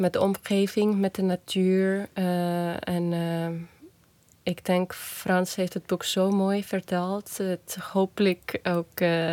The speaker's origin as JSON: {"language": "Dutch", "country": "Estonia", "second_language": "Dutch", "moved": "as an adult", "lives_now": "Netherlands"}